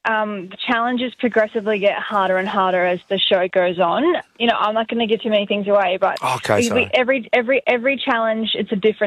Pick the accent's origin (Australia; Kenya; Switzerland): Australia; The sharks, I think growing up in Australia, you know, you hear shark attacks on the news and the negativity surrounding sharks.